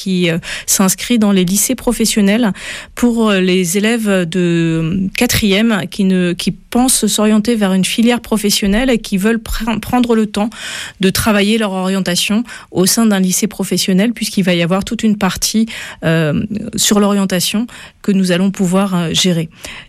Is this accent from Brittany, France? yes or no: yes; Brest, Brittany, France; moved away as an adult; also born or lived in Nantes; now in Paris, France; je suis originaire de Brest.